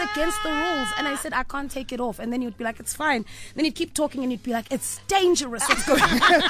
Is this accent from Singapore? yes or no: no; Nelspruit, Mpumalanga, South Africa; I'm from Mpumalanga, Nelspruit.